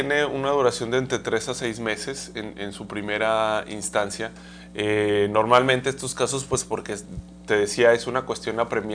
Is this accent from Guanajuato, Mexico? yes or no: yes; León, Guanajuato, Mexico; pero yo soy leonés, soy guanajuatense, he sido un par de veces candidato a la presidencia municipal de León